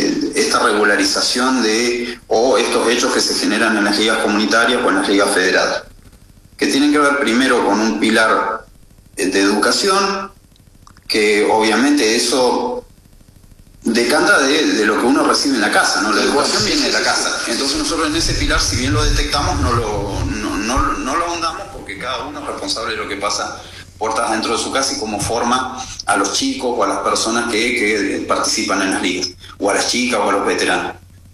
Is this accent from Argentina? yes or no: yes; Zapala, Neuquén, Argentina; Bueno, yo vengo de Zapala, soy juez de paz suplente desde hace ya un tiempito